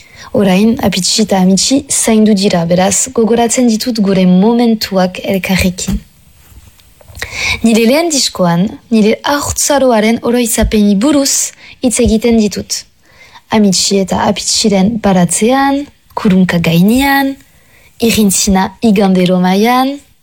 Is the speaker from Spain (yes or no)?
no; Ustaritz, Nouvelle-Aquitaine, France; Hasi nintzen ustaritzen gurasoekin eta nire apitsita amitsiren etxearen justu ondoan.